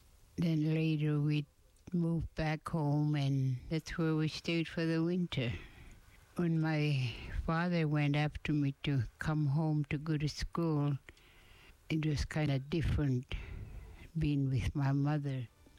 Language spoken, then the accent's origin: English; Rock Creek, Washington, United States; also born or lived in Log Springs; I was born in Log Springs. That's where my mother grew up. Her family, that's where they lived, in Log Springs at that time. And I really didn't grow up around here. I went over to Rock Creek, Washington, where I lived with my grandma until I was about 6 years old.